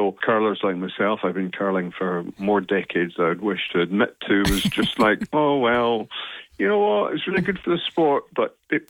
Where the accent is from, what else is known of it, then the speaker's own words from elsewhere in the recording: Scotland, United Kingdom; accent: Scottish; now in Australia; as you can guess from my accent, now Scottish is all.